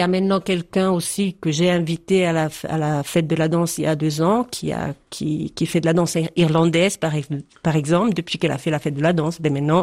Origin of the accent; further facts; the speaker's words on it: Poschiavo, Graubünden, Switzerland; also born or lived in Geneva; Quand j'étais à Genève et puis on me demandait, et je disais je suis du Val Poschiavo, ils disaient ah waouh, chouette, les montagnes, etc.